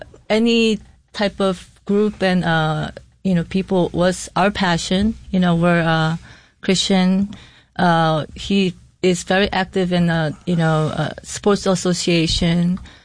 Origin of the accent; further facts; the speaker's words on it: South Korea; now in Rochester, United States; So I'm from Korea.